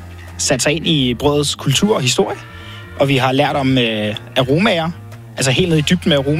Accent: Haslev, Zealand, Denmark; jeg kommer lidt ud fra landet. Jeg kommer fra Haslev af.

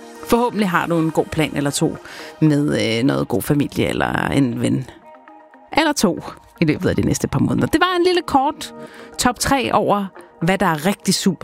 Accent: Capital Region of Denmark, Denmark; Det er i hvert fald også en meget stor tradition i nogle af byerne på Bornholm, hvor jeg er vokset op.

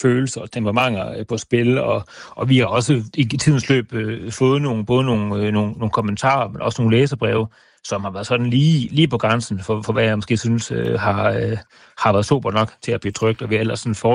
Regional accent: Viborg, Central Denmark Region, Denmark; som viborgenser

